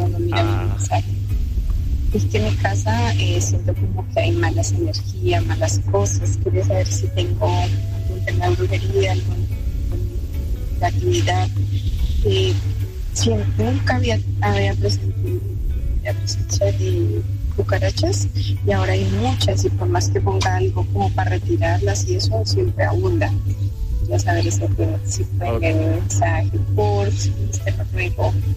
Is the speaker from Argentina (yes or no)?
no; Colombia; now in Santiago, Chile; Soy de colombiana, obvio.